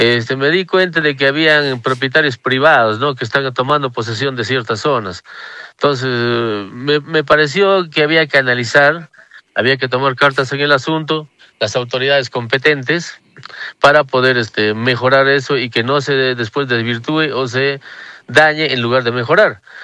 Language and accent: Spanish; Oxapampa, Pasco, Peru